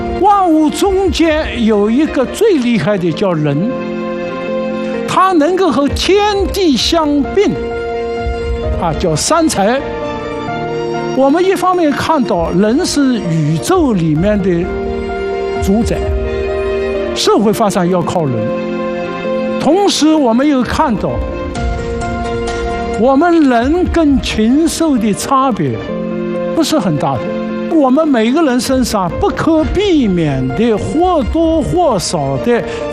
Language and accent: Chinese; China